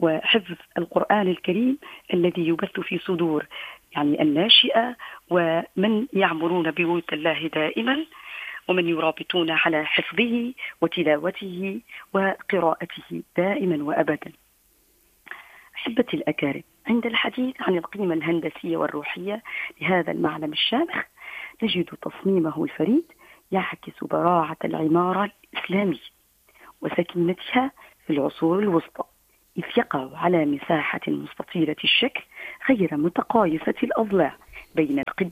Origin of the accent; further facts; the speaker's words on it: Tunisia; احفظ بلادنا تونس